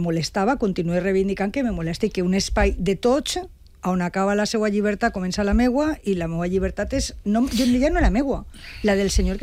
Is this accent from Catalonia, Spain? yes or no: no; Xàbia, Valencian Community, Spain; Jo m'he criat en la Granada... Bueno, jo m'he criat en Xavier de Xicoteta